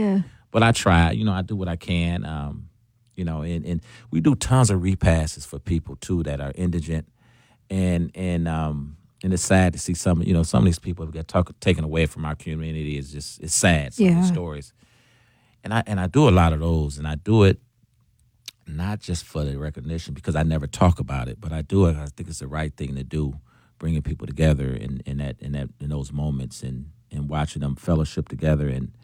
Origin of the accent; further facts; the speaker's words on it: Milwaukee, Wisconsin, United States; And what Milwaukee, growing up in Milwaukee, has taught me is we have a long way to go